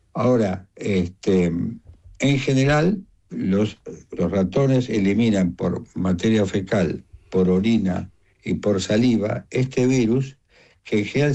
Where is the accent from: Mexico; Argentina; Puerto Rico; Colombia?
Argentina; yo soy el primer argentino de la familia.